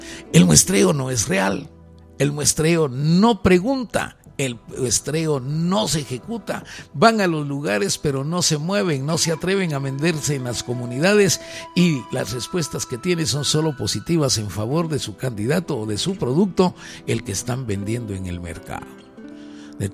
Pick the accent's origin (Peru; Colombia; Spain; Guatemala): Guatemala; así somos los guatemaltecos